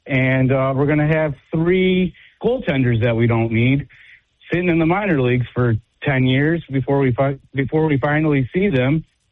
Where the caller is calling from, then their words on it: Waterford, Michigan, United States; I'm from Waterford.